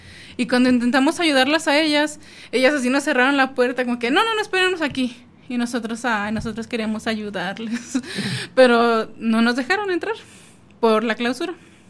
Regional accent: Ciudad Juárez, Chihuahua, Mexico; Sí, soy de aquí de Juárez.

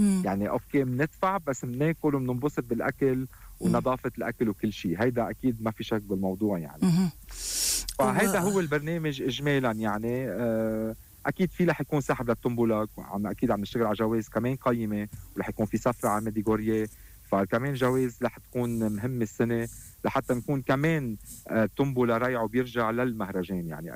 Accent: Lebanon

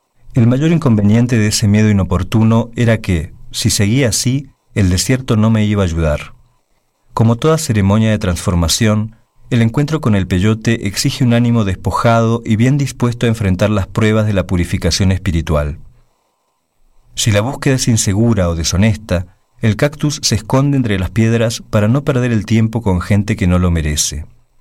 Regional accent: Argentina; now in Mexico; soy periodista y cronista afincado en México, soy de origen argentino.

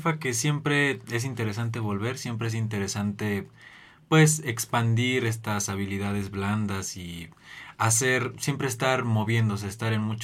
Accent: Puebla, Mexico; Yo soy del estado de Puebla.

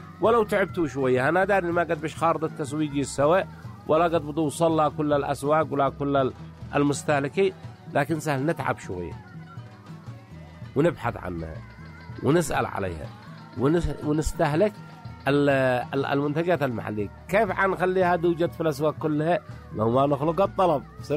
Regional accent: Yemen; الذي عندنا في القرية، الذي عندنا في السوق الشعبي، الذي عندنا في عواصم المحافظات، والذي عندنا في صنعاء

